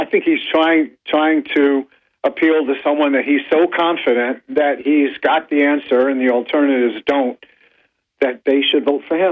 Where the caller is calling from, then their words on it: Binghamton, New York, United States; from Binghamton.